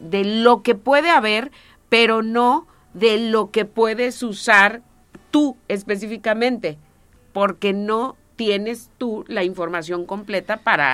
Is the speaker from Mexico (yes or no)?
yes; Mexico; Nosotros en nuestro país, México, que amo mi tierra y mi gente